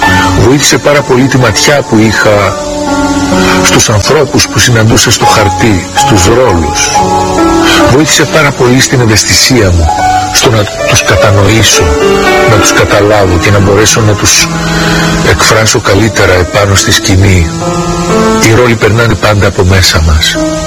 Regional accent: Xanthi, Eastern Macedonia and Thrace, Greece; also born or lived in Thessaloniki; Μόλις γεννήθηκα όμως χωρίσαν οι γονείς μου. Ήμουνα σχεδόν ενός έτους. Έτσι λοιπόν η μαμά με πήρε και με πήγε στην Ξάνθη. Από εκεί είναι οι πρώτες εικόνες, οι πρώτες μυρωδιές, τα πρώτα παιχνίδια, οι πρώτοι φίλοι, το πρώτο σχολείο

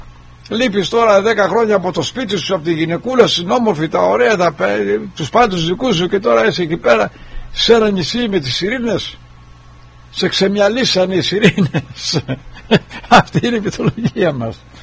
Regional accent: Greek; my island, Kefalonia, Ionian Islands, Greece; moved away; Είμαι Έλληνας και πιστεύω στο νησί μου, στην Ελλάδα δηλαδή, στην Κεφαλονιά και στην Ιθάκη.

